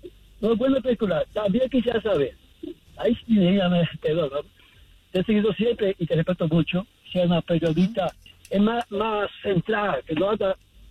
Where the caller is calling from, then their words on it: Queens, New York, United States; Queens, New York.